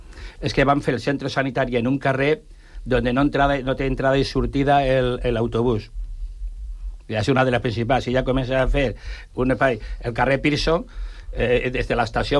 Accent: La Floresta, Catalonia, Spain; No, nosaltres no som de Sant Cugat, nosaltres som de la Floresta.

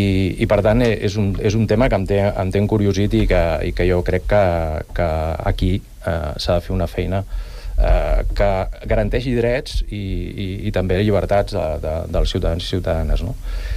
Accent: Sant Cugat del Vallès, Catalonia, Spain; jo per exemple soc de Volpelleres, visc a Volpelleres

